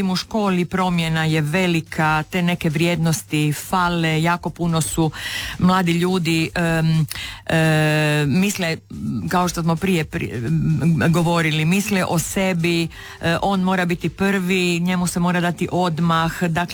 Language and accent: Croatian; Rijeka, Primorje-Gorski Kotar County, Croatia; first language Chakavian and Fiuman (Italian dialect); Ja ne mogu reći da sam Talijanka iz Rima. Ja sam Riječanka koja donosi u sebi i taj talijanski